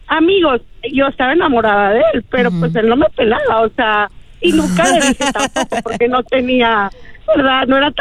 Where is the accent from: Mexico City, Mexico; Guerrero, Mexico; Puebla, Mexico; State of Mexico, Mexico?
Mexico City, Mexico; born there; Yo viví en la Ciudad de México y yo iba al pueblo de mi mamá.